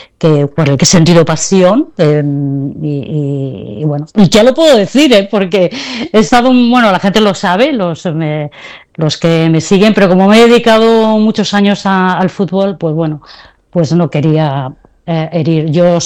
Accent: Castilla-La Mancha, Spain; me tenía que desplazar a Talavera de la Reina, que es la ciudad más cercana a mi pueblo

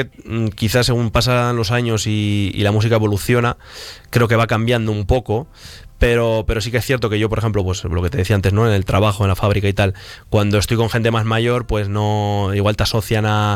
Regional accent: Burgos, Castile and León, Spain; born there; Y yo he nacido en Burgos, pero toda mi familia es de Aranda.

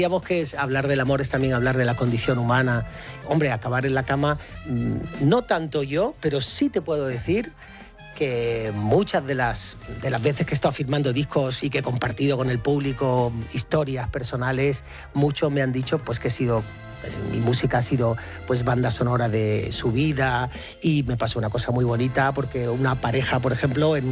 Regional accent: Málaga, Andalusia, Spain; Soy de Málaga y eso se nota, claro.

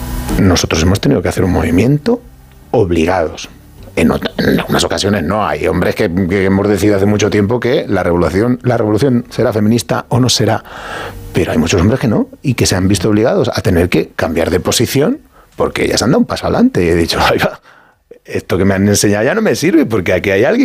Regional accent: Getafe, Community of Madrid, Spain; yo y vivo en Getafe, en la casa en la que nací, con lo cual yo reivindico Getafe por un montón de razones.

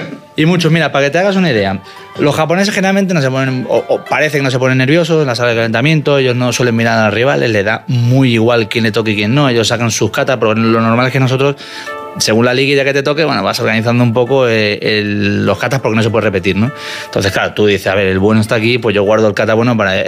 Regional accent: Málaga, Andalusia, Spain; moved away as an adult

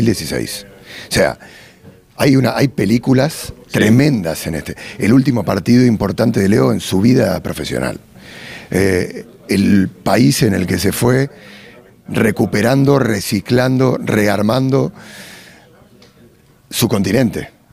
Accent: Argentina; moved away as an adult; now in Spain; Yo soy argentino y obviamente me mueve Argentina desde la pasión.

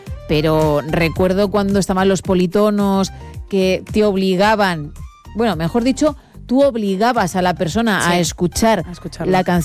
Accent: Positano, Campania, Italy; Spanish is a second language; Bueno, io non sono di Roma, è de decir, soy de cerca de Positano, pero y no, y fíjate, nunca lo he dicho, creo, Pero bueno, ahí lo dejo, no voy a decir exactamente qué

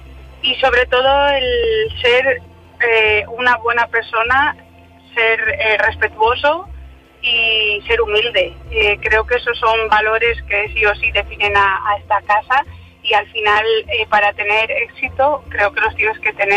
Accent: Ledesma, Castile and León, Spain; hacerlo en mi pueblo, hacerlo en Ledesma.

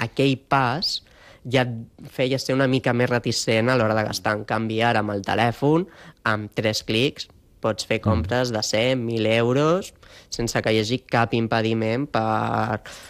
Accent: Catalonia, Spain; aquí els que som de Barcelona o al voltants

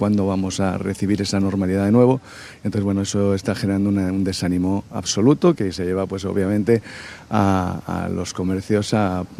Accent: Madrid, Community of Madrid, Spain; moved away as an adult; now in Ceuta, Spain; Yo soy madrileño y me vine hace 26 años aquí a Ceuta.

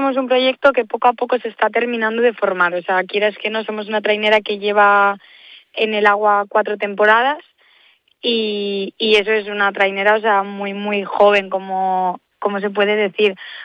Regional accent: El Astillero, Cantabria, Spain; Pues nada, yo te puedo decir que yo soy de Astillero, yo empecé con 9 años remando en Astillero.

